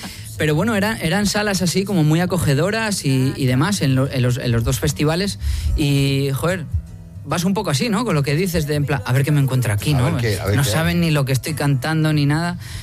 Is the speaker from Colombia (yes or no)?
no; Asturias, Spain; Somos dos de Avilés, uno de Cudillero y otro de Gijón.